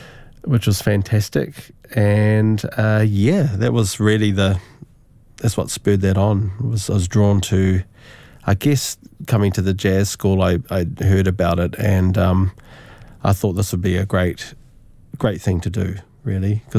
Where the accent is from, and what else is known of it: New Zealand; born or raised there; moved away